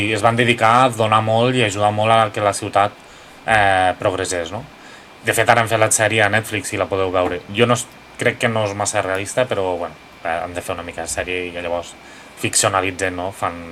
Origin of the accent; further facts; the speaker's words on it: Lleida, Catalonia, Spain; jo que sóc de Lleida, sóc valent